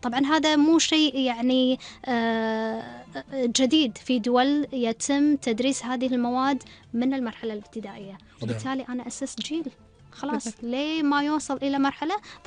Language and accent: Arabic; Kuwait